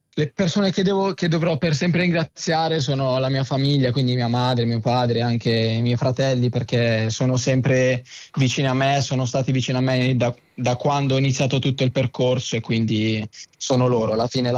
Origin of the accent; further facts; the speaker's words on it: Santeramo in Colle, Apulia, Italy; moved away as an adult; now in Milan, Italy; io ho iniziato da molto giovane, quando avevo più o meno 7 anni, ovviamente per divertimento qua nel mio paese, Sant'Ermo in Colle.